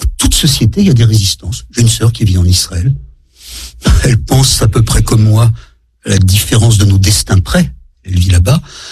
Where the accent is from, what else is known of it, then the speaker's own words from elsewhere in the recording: France; Je suis français